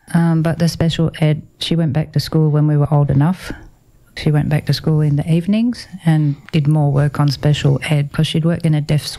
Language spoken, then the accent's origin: English; Canberra, Australian Capital Territory, Australia; moved away; also born or lived in Adelaide, Australia / Sydney, Australia / Queensland, Australia; we had a rent house for 6 months, and then we moved into the house where we grew up in Cook, went to primary school and did all our education in Canberra